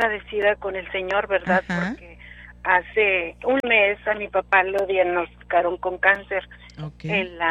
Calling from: Edinburgh, Scotland, United Kingdom; De Edimburgo.

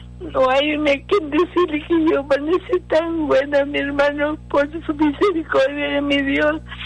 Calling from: Michigan, United States; De Michigan.

